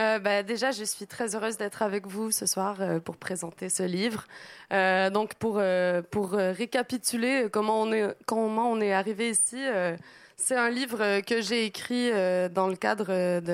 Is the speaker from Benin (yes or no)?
no; Quebec, Canada; now in Paris, France; que je suivais à distance du Québec parce que je suis originaire du Québec. Donc, quand je suis arrivée à Paris